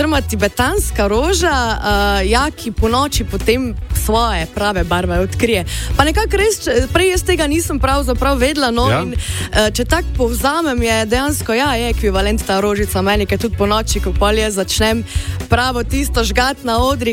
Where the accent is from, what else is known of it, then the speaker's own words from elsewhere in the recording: Styria, Slovenia; jaz sem sicer Štajerka, bolj z pohorskih koncov